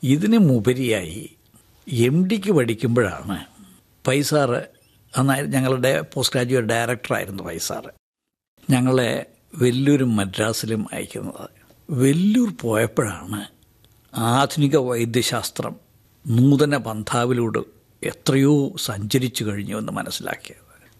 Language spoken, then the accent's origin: Malayalam; Aluva, Kerala, India; born there; also born or lived in Kundara / Thiruvananthapuram; ഞാൻ ജനിച്ചത് കുണ്ട്രയിലാണ്, വളർന്നത് ആലുവയിലാണ്. അച്ഛൻ അവിടെയായിരുന്നു ജോലി. അത് കഴിഞ്ഞിട്ട് വീണ്ടും കുണ്ട്രയിൽ വന്നു. 1954 തിരുവനന്തപുരത്ത് വന്നു.